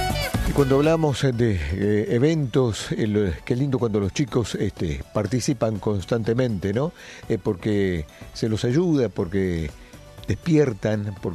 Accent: Argentina

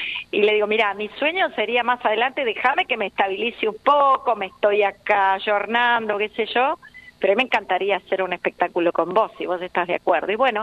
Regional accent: Comodoro Rivadavia, Chubut, Argentina; moved away as an adult; now in Puerto Madryn, Argentina; yo soy nativa de Comodoro Rivadavia, amo mi ciudad, obviamente, pero me considero madrinense por adopción.

